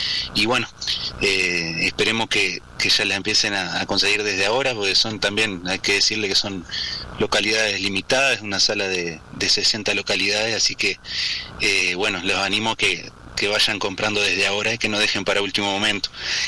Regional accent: Tacuarembó, Uruguay; soy de Tacuarembó, bueno, actualmente ejerzo la docencia en primaria como profesor de música acá en la escuela 137 de Tacuarembó.

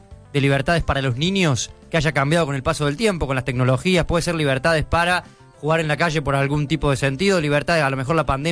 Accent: Villa María, Córdoba, Argentina; Yo soy de Villa María, de una ciudad de Córdoba

